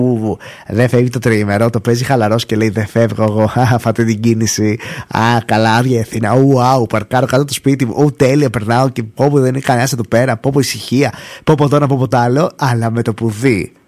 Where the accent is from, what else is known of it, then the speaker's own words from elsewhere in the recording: Peloponnese, Greece; now in Athens, Greece; Εγώ έφυγα την Πρωτομαγιά π.χ. που έβρεχε όλη την ώρα, που στην Αρκαδία στα μέρη μου έριξε μέχρι και χιόνι